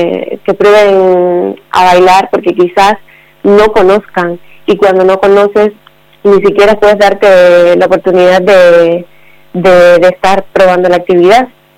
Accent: Cuba; also born or lived in Durango; now in Castro Urdiales, Spain; Eso es, yo soy cubana

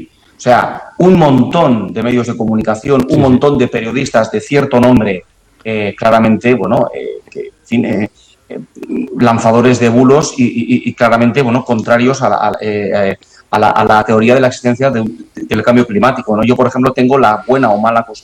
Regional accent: Navarre, Spain; en mi pueblo, que le llaman el orinal de Sacana, porque no hace más que llover

